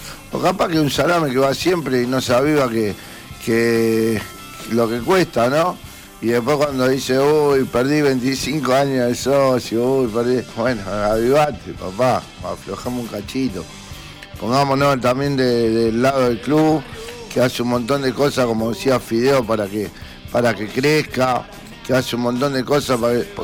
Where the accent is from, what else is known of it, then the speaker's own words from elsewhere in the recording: Rosario, Santa Fe, Argentina; born there; Yo nací en Rosario... Y en Rosario me voy a retirar en mi club